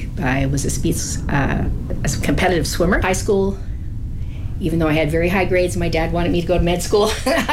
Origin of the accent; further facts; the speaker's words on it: New Brunswick, Canada; moved away as an adult; also born or lived in London, Ontario / Fairview, Alberta; I grew up in New Brunswick.